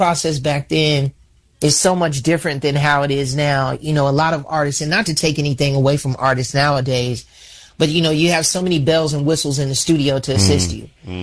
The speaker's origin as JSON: {"language": "English", "town": "Chicago", "region": "Illinois", "country": "United States", "tie": "born or raised there", "said": "just to know that my hometown, the city of Chicago, and particularly the steppers community, really rock with this record"}